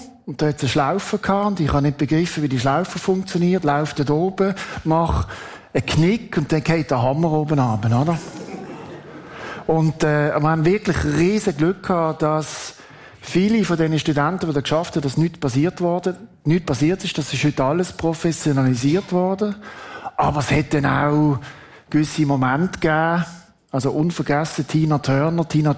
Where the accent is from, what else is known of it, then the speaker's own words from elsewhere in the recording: Basel, Basel-Stadt, Switzerland; Und dann, ihr gehört, ich bin in Basel aufgewachsen.